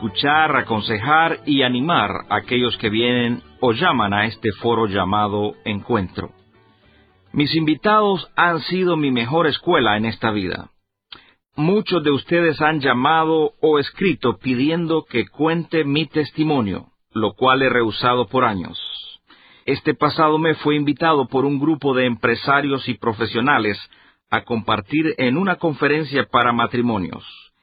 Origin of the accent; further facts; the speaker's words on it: San Pedro Sula, Cortés, Honduras; mi ciudad natal, San Pedro Sula, Honduras.